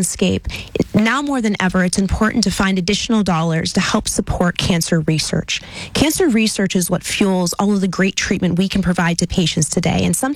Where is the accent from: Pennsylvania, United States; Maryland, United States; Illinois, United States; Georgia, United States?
Pennsylvania, United States; Washington; I'm from the region. I'm originally from Washington, PA